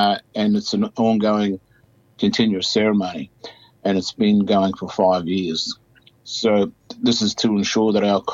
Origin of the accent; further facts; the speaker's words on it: Queensland, Australia; Yeah, we're the custodians of the country in the Galilee Basin in central Queensland. We're the direct descendants of the original Wangan Jagalingu people